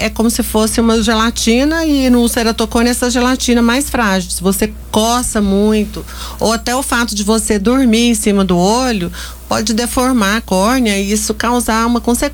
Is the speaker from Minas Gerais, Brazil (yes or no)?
no; Itapuranga, Goiás, Brazil; now in Anápolis, Brazil; Itapuranga